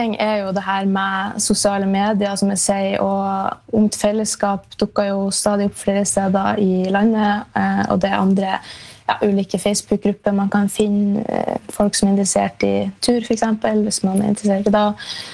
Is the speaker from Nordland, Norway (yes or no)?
yes; Meløy, Nordland, Norway; also born or lived in Mo i Rana; Og så fant jeg ut at det er jo hjemplassen min jeg vil være.